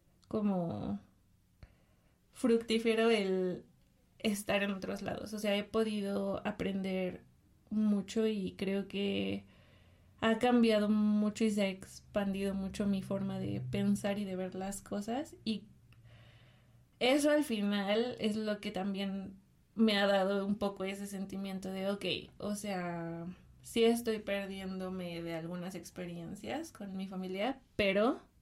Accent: Mexico; moved away as an adult; also born or lived in Thailand; somos mexicanos

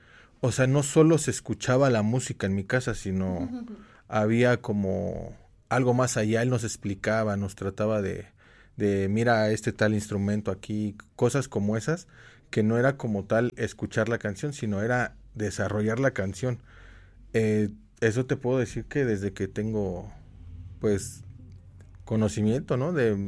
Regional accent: Mexico City, Mexico; toda mi niñez fue en la Cerro Prieto, que es una colonia de al lado.

